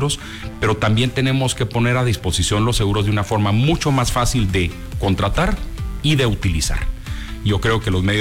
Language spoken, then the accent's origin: Spanish; Guatemala; los guatemaltecos no entendemos mucho de los seguros